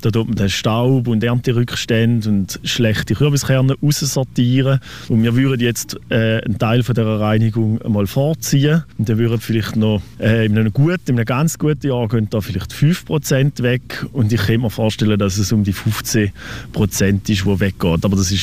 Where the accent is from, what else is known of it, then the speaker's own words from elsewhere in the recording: Schaffhausen, Switzerland; Als Schaffhauser Bauer